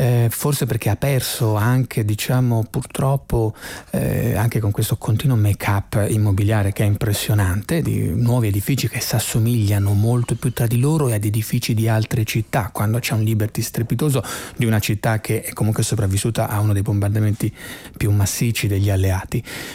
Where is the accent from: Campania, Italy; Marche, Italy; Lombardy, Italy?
Lombardy, Italy; Milan; Io sono nato e cresciuto a Cutiotto